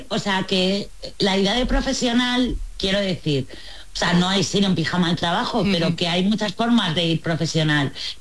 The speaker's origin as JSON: {"language": "Spanish", "country": "Spain", "said": "no lo veo tan hortera porque yo soy española"}